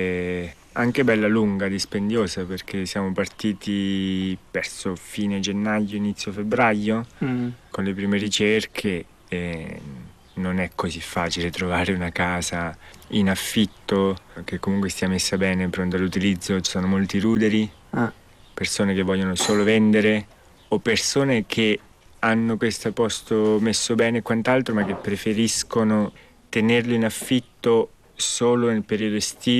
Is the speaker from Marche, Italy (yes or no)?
yes; Marche, Italy; moved away as an adult; also born or lived in China / South America; Io comunque sono cresciuto qui all'Oropiceno e vivo all'Oropiceno, poi appunto nel 2017 mi sono trasferito, ho fatto un'esperienza in Cina